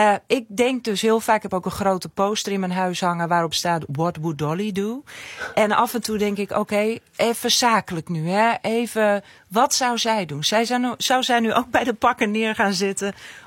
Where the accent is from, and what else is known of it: Ameland, Friesland, Netherlands; accent: Frisian; moved away